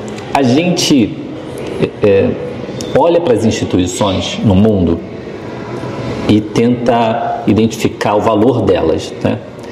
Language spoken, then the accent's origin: Portuguese; Rio de Janeiro, Brazil; moved away as an adult; now in São Bernardo do Campo, Brazil; eu sou carioca